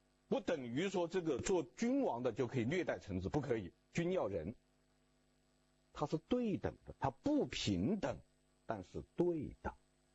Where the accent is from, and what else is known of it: China